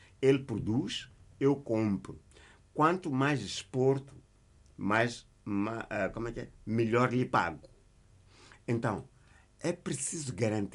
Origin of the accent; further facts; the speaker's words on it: Jangamo, Inhambane, Mozambique; moved away; ele é um grande agricultor agora em Jangamo, minha terra.